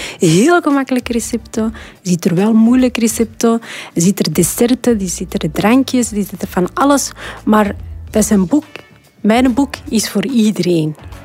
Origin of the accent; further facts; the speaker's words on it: Morocco; Het is niet, want ik ben Marokkaans, ik ga dagelijks alleen tagine maken.